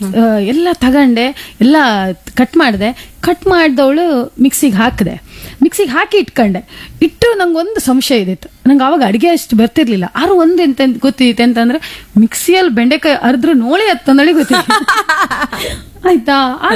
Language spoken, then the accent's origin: Kannada; Mangalore, Karnataka, India; moved away as an adult; now in Kundapura, India; ನಾವು ಮಂಗಳೂರಿನವರು ಬಿಡಿಸಿ ಮಾತಾಡ್ತೇವೆ